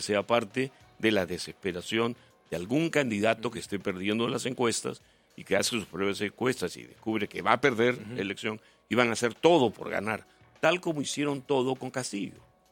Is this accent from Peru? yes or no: yes; Peru; Somos los peruanos